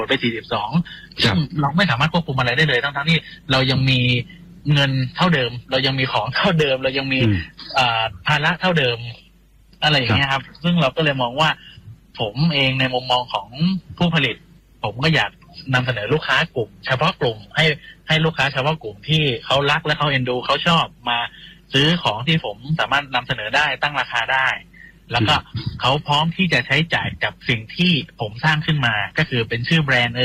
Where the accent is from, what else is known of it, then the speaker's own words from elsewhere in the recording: Chumphon, Thailand; ผมเป็นคนชุมพรคนหนึ่ง